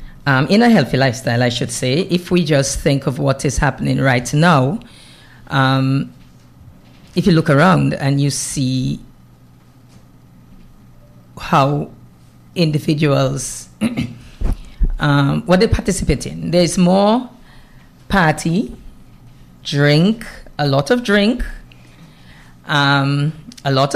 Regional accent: Dominica; moved away as an adult; also born or lived in Maryland, United States

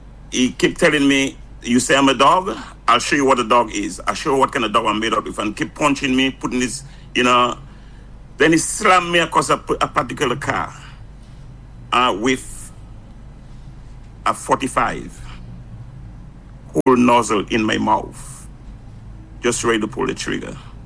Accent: Mahaut, Saint Paul Parish, Dominica; I grew up in Maho as a young boy, and I was born in the 60s. And growing up in Maho

